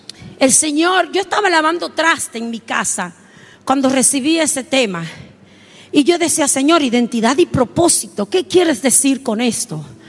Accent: Miches, El Seibo, Dominican Republic; now in Chicago, United States; Yo soy de Miche, en Santo Domingo.

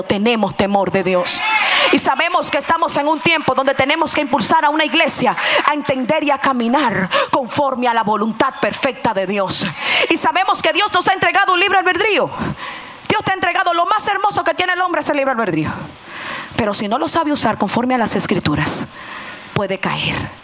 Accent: Dominican Republic; Yo soy dominicano, entiéndeme. Yo soy del Caribe, yo tengo sangre fuerte.

